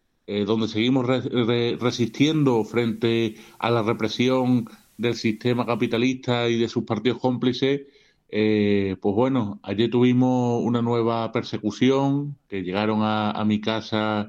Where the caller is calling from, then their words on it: Andalusia, Spain